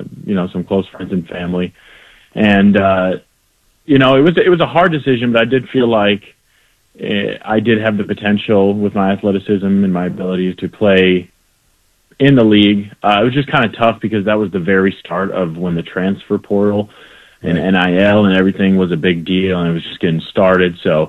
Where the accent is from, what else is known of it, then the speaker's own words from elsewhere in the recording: Hudsonville, Michigan, United States; also born or lived in Hillsdale, Michigan / Arkansas; Yeah, so I was born and raised in West Michigan. I've lived on the west side of Michigan in Hudsonville my whole life.